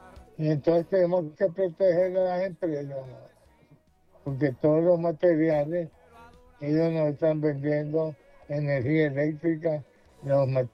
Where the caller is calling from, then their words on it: Honduras; Desde Durazno